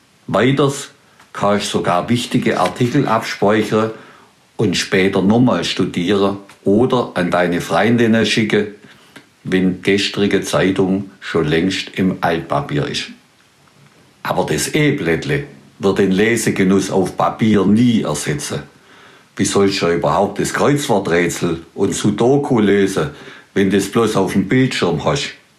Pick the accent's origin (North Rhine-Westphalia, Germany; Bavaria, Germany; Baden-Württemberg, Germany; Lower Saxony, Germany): Baden-Württemberg, Germany; accent: Swabian; first language Swabian; dass ich als Schwätzer und Schreiber in meiner Muttersprache Schwäbisch unterwegs sein darf